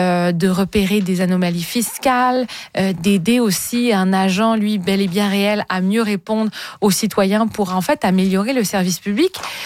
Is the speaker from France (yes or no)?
no; Canada